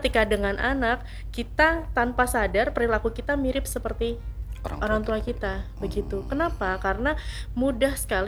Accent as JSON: {"language": "Indonesian", "region": "South Kalimantan", "country": "Indonesia", "said": "ibaratnya kalau kita orang Banjar ngomongnya gitu ya"}